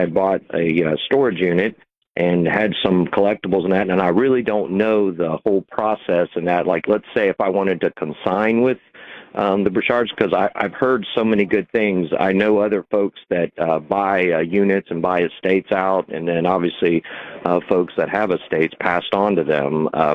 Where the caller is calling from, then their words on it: Lakeland, Florida, United States; I'm actually from the Lakeland area